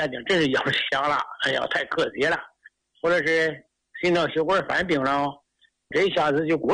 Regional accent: Handan, Hebei, China; 我是河北邯郸的，我老家吧，本来就是个农村的，

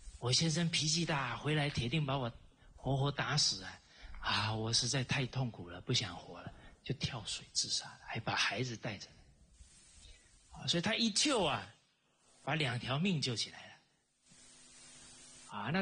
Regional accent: China; 而我们中国人讲伦理，不只是家庭的这三个伦理，他一延伸到整个社会都是伦理。

